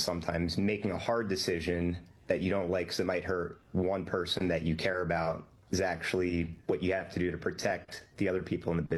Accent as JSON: {"language": "English", "region": "Pennsylvania", "country": "United States", "said": "From outside Philadelphia suburbs"}